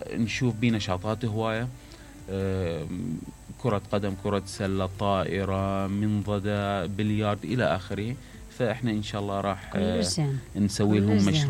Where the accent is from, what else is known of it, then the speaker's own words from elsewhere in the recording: Alqosh, Nineveh, Iraq; إحنا يعني بشكل عام كالقوشين عندنا غيرة على بلدتنا